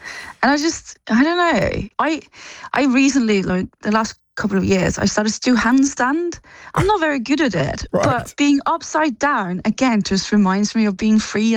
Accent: Denmark; now in London, United Kingdom; I grew up in Denmark on a beach

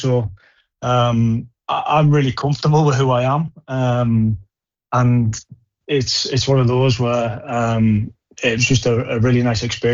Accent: Middlesbrough, North East England, United Kingdom; growing up in Middlesbrough

